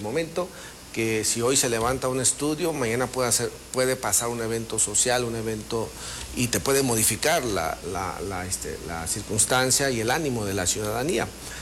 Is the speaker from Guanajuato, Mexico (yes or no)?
no; Michoacán, Mexico; somos michoacanos y mexicanos.